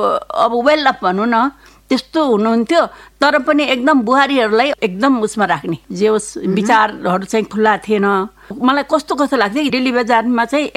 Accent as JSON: {"language": "Nepali", "town": "Kathmandu", "region": "Bagmati", "country": "Nepal", "tie": "born or raised there", "said": "म काठमाडौँमै जन्मेको, काठमाडौँको महाराजगञ्जमा जन्मेँ हुँ र म 2002 सालको काठमाडौँमै जन्मेको, काठमाडौँमै हुर्केको भन्नु पर्यो। अब म अहिलेसम्म काठमाडौँमै छु, अब त्यहाँभन्दा कतै यताउति गएको छैन, म यहीँ जन्मेको यहीँ छु।"}